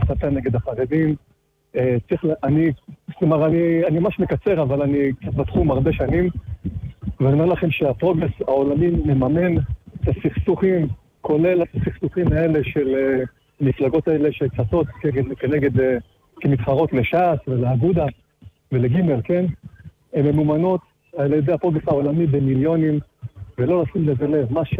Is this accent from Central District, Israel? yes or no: yes; Petah Tikva, Central District, Israel; פתח תקווה.